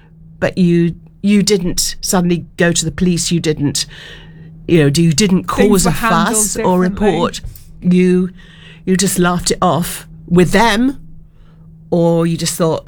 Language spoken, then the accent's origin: English; London, United Kingdom; And so I grew up in London, locally